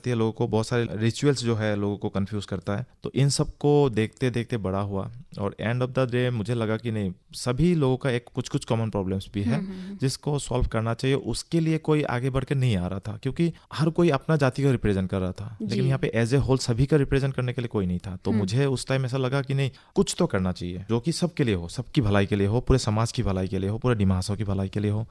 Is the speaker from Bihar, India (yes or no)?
no; Umrangso, Assam, India; मैं तो उमरांगसू से हूँ, डिमासा का एक बहुत इंडस्ट्रियल टाउन कहा जाता है, टूरिज्म हब कहा जाता है। मेरा जन्म वहाँ पे हुआ उमरांगसू में ही